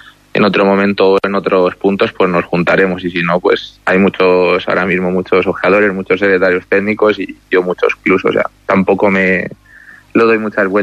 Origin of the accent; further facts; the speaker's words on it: Las Navas del Marqués, Castile and León, Spain; also born or lived in Ávila; Al final soy de las Navas del Marqués, pero he nacido en Ávila, he ido al colegio en Ávila, y bueno, y tengo muchos amigos en la ciudad.